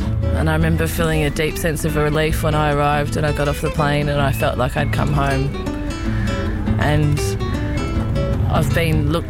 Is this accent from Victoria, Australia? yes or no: yes; Melbourne, Victoria, Australia; born there; moved away as an adult; now in Alice Springs, Australia; I was born in Melbourne and I consider myself to be a Centralian woman now. Feel very home here.